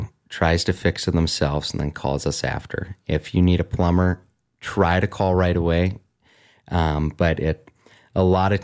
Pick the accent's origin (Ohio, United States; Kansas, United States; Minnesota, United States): Minnesota, United States; Duluth; I am born and raised in Duluth, Minnesota. That's kind of where our home base is, Duluth, Minnesota.